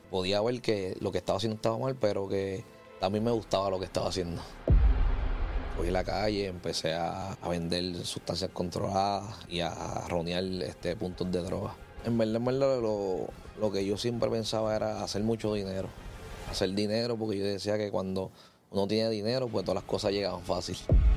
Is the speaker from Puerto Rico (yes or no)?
yes; Fajardo, Puerto Rico; born there; Yo nací en el pueblo de Fajardo. Fui un niño que me crié en el Evangelio, en la Iglesia de Dios Incorporada.